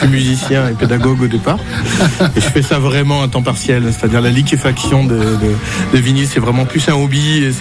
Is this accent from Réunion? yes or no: yes; Réunion; moved away as an adult; now in Toulouse, France; je suis arrivé à Toulouse, moi, en tant que musicien, par les … qui s'étaient pointés. Je suis originaire de La Réunion.